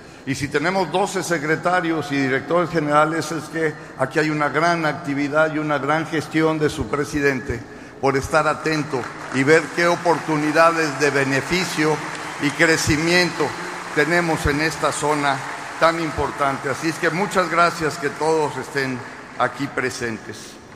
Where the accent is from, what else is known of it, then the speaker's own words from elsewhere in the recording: Mexico; somos humanistas mexicanos porque compartimos historia, porque compartimos cultura, costumbres, alimentación, religión, idioma, y nos identificamos como una gran nación que es esta nación mexicana